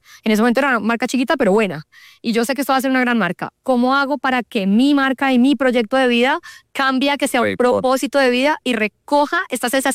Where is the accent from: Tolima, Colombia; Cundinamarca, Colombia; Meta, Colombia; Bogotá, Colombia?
Bogotá, Colombia; born there; yo pues soy andina, nací en Bogotá, a mí me encanta irme al páramo a meterme en agua de páramo